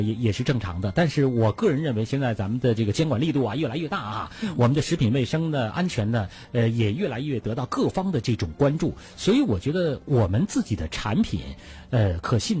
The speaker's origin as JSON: {"language": "Chinese", "country": "China", "said": "我们作为中国人来讲呢，可能就知道中国的信息更多一些"}